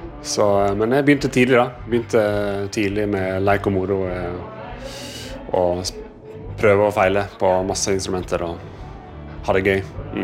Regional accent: Western Norway, Norway

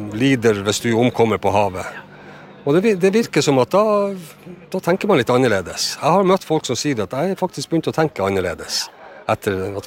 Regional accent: Kjøllefjord, Finnmark, Norway; jeg er jo født og oppvokst i Kjøllefjord i et fiskevær, og på godt og ondt sett hva fiskeriene betyr. Jeg har selv en far som var fisker, og jeg har sønner som nå er fiskere.

